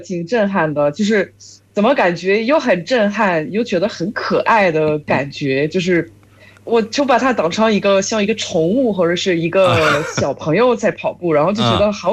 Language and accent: Chinese; France; Chinese is a second language; now in China; 作为法国人来看的话